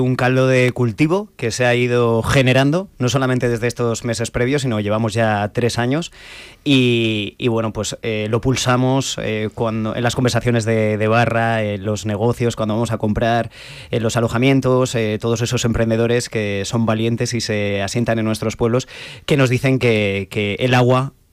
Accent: Castilla-La Mancha, Spain; yo he crecido en mi pueblo, un pueblo que estaba deprimido, en una comarca que estaba deprimida

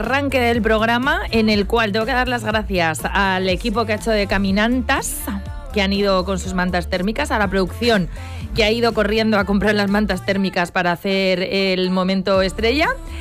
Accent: Hellín, Castilla-La Mancha, Spain; born there; O sea, yo nací en Ellín, ¿no? Porque mucha gente luego ya nacía en Albacete, que era donde había hospital.

